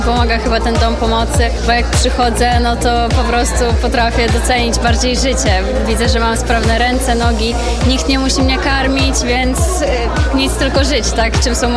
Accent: Białystok, Podlaskie Voivodeship, Poland; z Białegostoku, pierwszy liceum imienia Adama Mickiewicza.

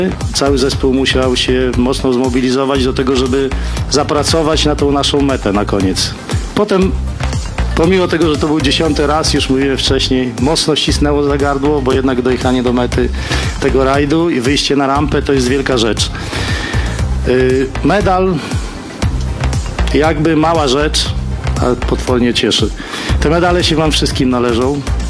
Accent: Białystok, Podlaskie Voivodeship, Poland; czyli Białystok Podlaskie, jestem stąd, za każdym razem dumnie wiozę logo, za każdym razem pamiętam o tym, że jestem że mam tu kibiców, że mam tutaj Białostoczan, którzy trzymają mocno kciuki.

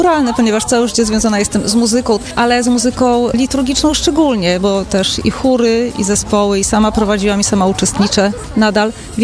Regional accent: Szczecinek, West Pomeranian Voivodeship, Poland; jestem ze Szczecinka.

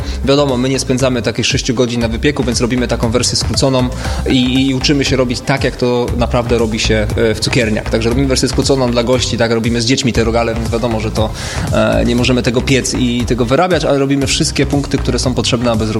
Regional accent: Poznań, Greater Poland Voivodeship, Poland; my poznaniacy

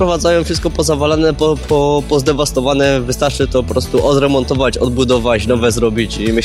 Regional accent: Bytom, Silesian Voivodeship, Poland; tu mieszkam od urodzenia i jeśli przez jeszcze kilka, długich lat to zostanę

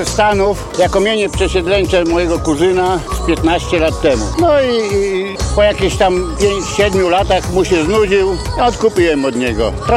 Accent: Nidzica, Warmian-Masurian Voivodeship, Poland; Z Nidzicy.

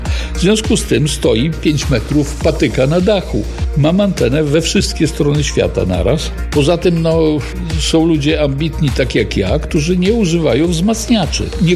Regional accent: Biała Podlaska, Lublin Voivodeship, Poland; znalazł, że my z Białej Podlaskiej, ze mną się skontaktował, że będzie w Białej i chciałby się spotkać z krótkofalowcami.

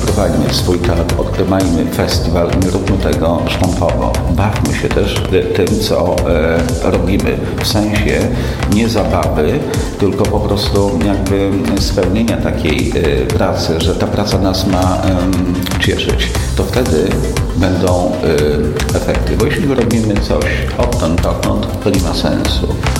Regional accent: Łomża, Podlaskie Voivodeship, Poland; jestem z Łomży

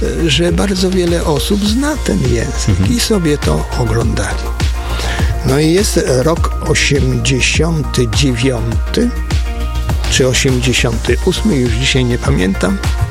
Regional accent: Lubomierz, Lower Silesian Voivodeship, Poland; znanego w Lubomierzu liceum pedagogicznego, ponieważ ja stamtąd pochodzę

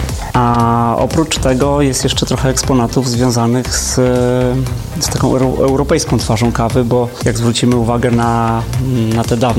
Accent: Lublin Voivodeship, Poland; accent: eastern sing-song (wschodni zaśpiew); moved away as an adult; now in Kraków, Poland; Pewnie Państwo przy głośnikach radioodbiorników poznają mnie, że ja nie jestem Krakusem, bo mam taki troszeczkę wschodni zaśpiew. Jesteśmy z Lubelszczyzny z synem. Przyjechaliśmy tutaj jeszcze zza Lublina.

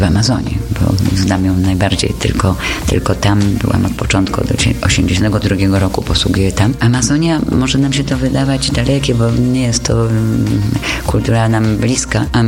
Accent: Kraków, Lesser Poland, Poland; now in Peru; jestem krakowianką, no i zakopałam się w dżungli amazońskiej w Peru, gdzie mieszkam i pracuję od 43 lat.

